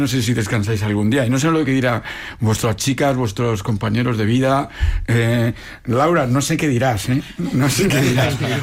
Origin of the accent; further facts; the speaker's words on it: Madrid, Community of Madrid, Spain; Somos madrileños, que yo mismo, que ya es decir, que soy gato.